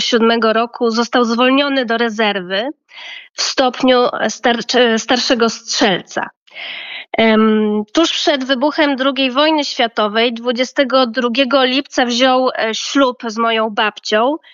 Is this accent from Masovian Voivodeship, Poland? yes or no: yes; Warsaw, Masovian Voivodeship, Poland; Ja jestem z Warszawy. Mój dziadek pochodził oraz babcia z Broku. To jest województwo mazowieckie.